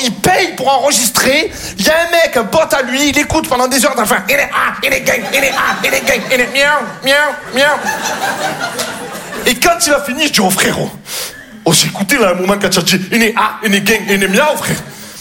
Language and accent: French; Marseille, Provence-Alpes-Côte d'Azur, France